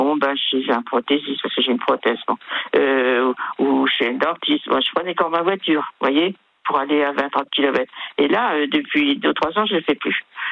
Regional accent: Brittany, France; Moi, je suis bretonne, hein, je suis dans Bretagne

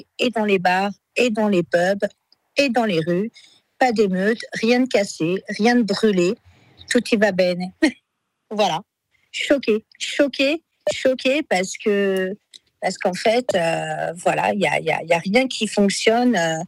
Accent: Paris, Île-de-France, France; Et moi, en tant que Parisienne

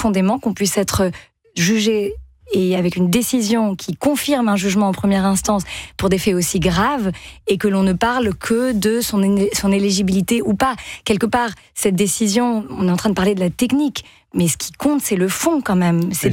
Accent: France

